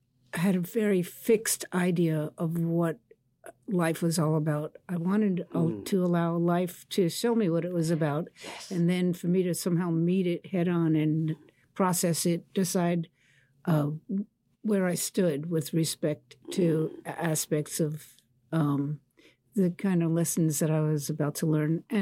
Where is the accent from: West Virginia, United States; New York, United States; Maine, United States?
West Virginia, United States; moved away; also born or lived in Fairmont; You know, I moved from Wetzel County, rural Wetzel County, West Virginia, to Fairmont, West Virginia.